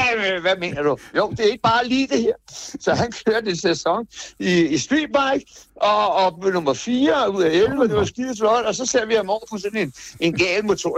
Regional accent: Capital Region of Denmark, Denmark; moved away as an adult; Jeg er fra Nordsjælland, og det hænger stadigvæk med.

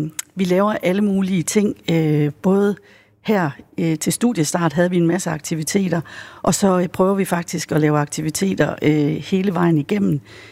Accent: Vejle, Region of Southern Denmark, Denmark; Jeg er en stolt vejlenser, og jeg synes, det er et kæmpe fantastisk skridt for Vejle, at vi bliver universitetsby.

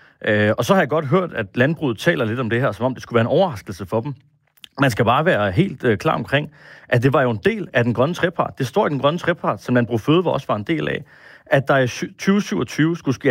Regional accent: Aabenraa, Region of Southern Denmark, Denmark; Jeg kommer selv ned fra Åbenrå og har været vant til at fiske i Åbenrå fjord hele min barndom.

